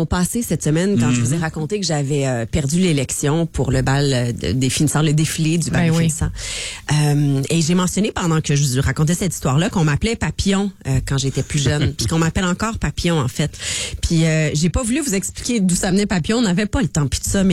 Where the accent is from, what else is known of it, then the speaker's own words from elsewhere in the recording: Val-d'Or, Quebec, Canada; moved away; quand je suis en Abitibi, quand je retourne chez nous, parce que mon père puis ma petite sœur habitent toujours à Val-d'Or